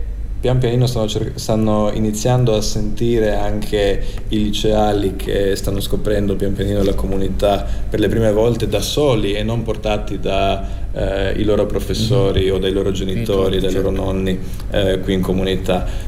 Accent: Rijeka, Primorje-Gorski Kotar County, Croatia; accent: Fiuman dialect; Il nostro dialetto, il nostro fiumano, che qui è un mix molto particolare di di lingua italiana e di lingua croata.

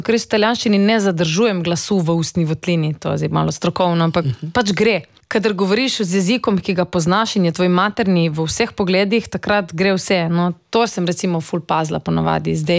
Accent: Slovenian Littoral, Slovenia; accent: Primorska / Koper coastal dialect; govorim primorsko in pokoprsko

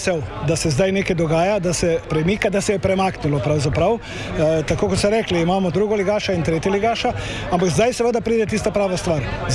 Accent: Maribor, Styria, Slovenia; moved away as an adult; also born or lived in Split; Štajerci smo nadarili no, za košarko

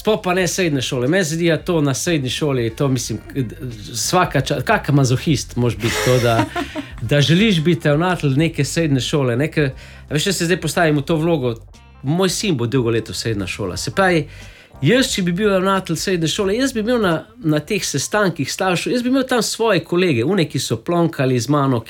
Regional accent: Velenje, Savinja, Slovenia; Ker sem iz Velenja.

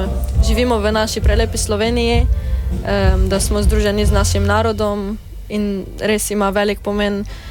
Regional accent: Prekmurje, Slovenia; Jaz sem ponosna, da sem Prekmurka

